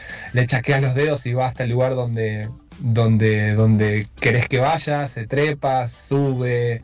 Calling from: Morón, Buenos Aires Province, Argentina; de Morón.

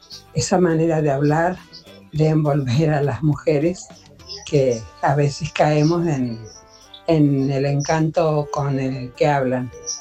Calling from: Quilmes, Buenos Aires Province, Argentina; de Quilmes.

